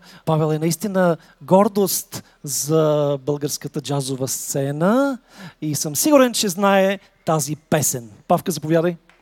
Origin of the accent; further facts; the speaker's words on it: Blagoevgrad, Blagoevgrad Province, Bulgaria; Аз съм от Благоевград и за първи път свирих преди 50 години тук.